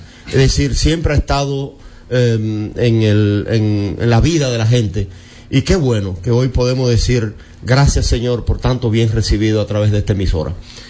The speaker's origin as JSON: {"language": "Spanish", "town": "Loma de Cabrera", "region": "Dajabón", "country": "Dominican Republic", "tie": "born there", "said": "doy muchas gracias porque nací en la parroquia de Nuestra Señora de la Alta Gracia, en Loma de Cabrera."}